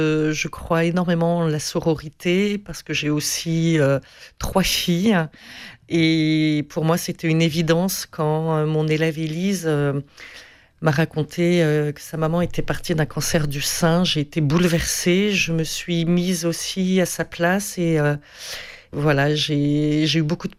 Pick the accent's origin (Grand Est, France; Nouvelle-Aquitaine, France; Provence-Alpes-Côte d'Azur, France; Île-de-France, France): Île-de-France, France; Paris; now in Montpellier, France; je suis parisienne